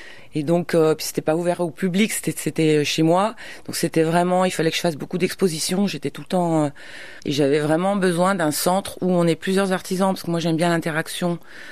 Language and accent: French; Saint-Étienne, Auvergne-Rhône-Alpes, France; also born or lived in London / Provence; Ouais, en fait, je suis originaire de Saint-Étienne, mais j'ai vécu à Londres et puis je me suis retrouvée en Provence pendant 20 ans